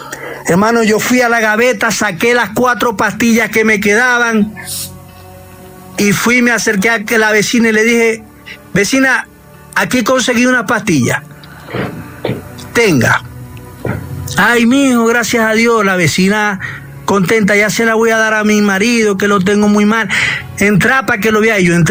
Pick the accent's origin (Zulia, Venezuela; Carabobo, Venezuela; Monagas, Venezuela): Zulia, Venezuela; Maracaibo; now in Soacha, Colombia; Hermano, estoy aquí en Ciudad Verde, en Soacha, pero soy de Maracaibo, Estado Zulia, Venezuela.